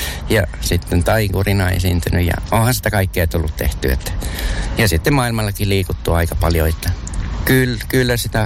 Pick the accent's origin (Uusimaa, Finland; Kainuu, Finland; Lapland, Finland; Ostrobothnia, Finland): Ostrobothnia, Finland; Vaasa; born there; Synnyin Vaasassa ja sitten sirkus oli Porissa viikon päästä, niin sinne piti mennä.